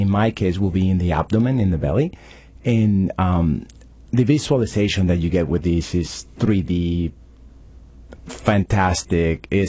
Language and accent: English; Venezuela; moved away as an adult; also born or lived in Philadelphia; now in Farmington, United States; I'm originally from Venezuela. We did move to the United States in the year 2001 and lived in Philadelphia for a few years. And we've been in Farmington since 2009, me and my wife. Raised the family here.